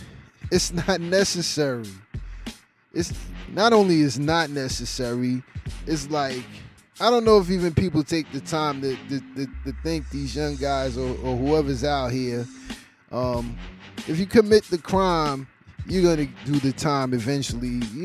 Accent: New York City, New York, United States; since I'm from Crown Heights

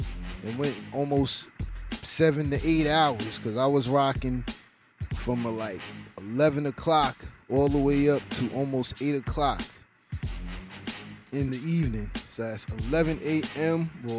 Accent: Crown Heights, New York, United States; since I'm from Crown Heights, I want to send a rest in peace and prayers out to a family, young lady.

